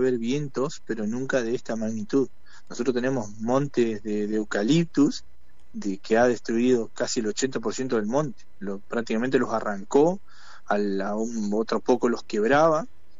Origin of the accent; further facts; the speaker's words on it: La Criolla, Entre Ríos, Argentina; La Criolla es un pueblito que está ubicado al este de la ciudad de Concordia, de acá de la localidad del departamento Concordia, depende del departamento Concordia, está a unos 20 kilómetros de la ciudad